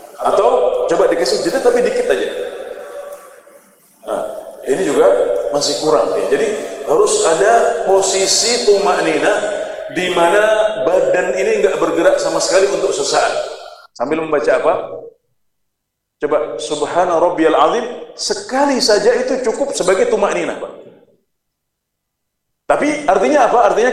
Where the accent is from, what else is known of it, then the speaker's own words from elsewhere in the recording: Klaten, Central Java, Indonesia; kalau saya karena di Jawa Tengah, kalau di daerah saya di Klaten dulu, kami pesolatan waktu kecil diajarinya